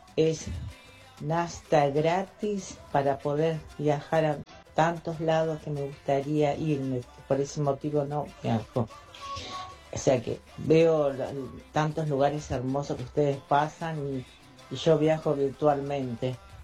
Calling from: Florencio Varela, Buenos Aires Province, Argentina; de Varela, fiel oyente.

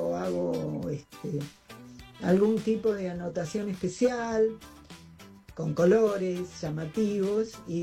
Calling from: Buenos Aires, Argentina; de Chacarita

